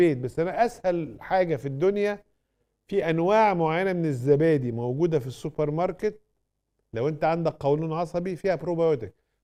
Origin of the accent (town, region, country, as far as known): Egypt